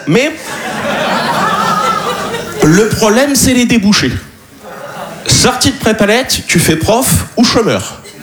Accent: Nouvelle-Aquitaine, France; Ben, je viens de la campagne que tu sais pas placer sur une carte. Hein, moi, je suis originaire de Charente.

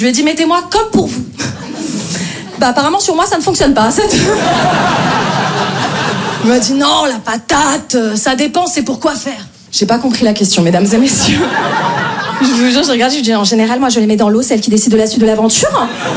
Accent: Paris, Île-de-France, France; moi je viens de Paris.

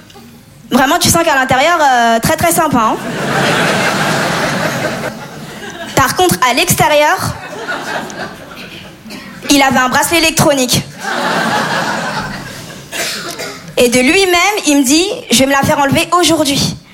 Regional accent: Comoros; Je suis comorienne, mauresse malgache. C'est des îles dans l'océan Indien. Ce qui explique mon teint aussi.

